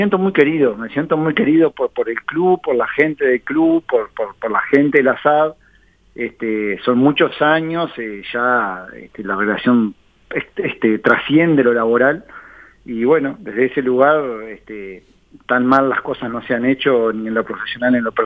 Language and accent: Spanish; Migues, Canelones, Uruguay; moved away; mi raíz, que sí, es la ciudad de Míguez.